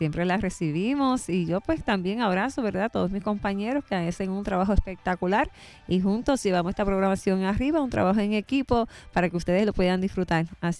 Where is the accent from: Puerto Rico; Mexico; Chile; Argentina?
Puerto Rico; Corozal; yo no sé dónde están los de mi pueblo de Corozal.